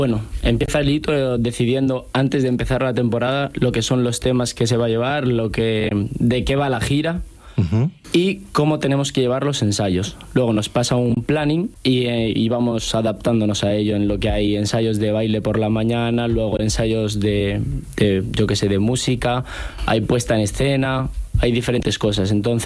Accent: Arévalo, Castile and León, Spain; Yo soy de Arévalo, de Ávila.

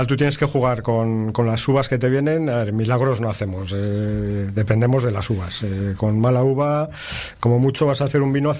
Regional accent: San Sebastián, Basque Country, Spain; moved away as an adult; now in La Rioja, Spain; Yo soy de San Sebastián. Nacido en San Sebastián y hasta los 18 años en San Sebastián. Luego ya me fui a estudiar, claro, fuera.

